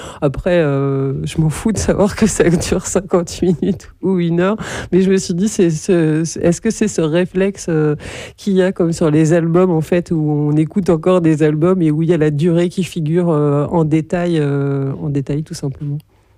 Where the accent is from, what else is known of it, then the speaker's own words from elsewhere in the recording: Normandy, France; quand j'ai grandi dans l'Orne, en fait, il n'y avait pas grand-chose.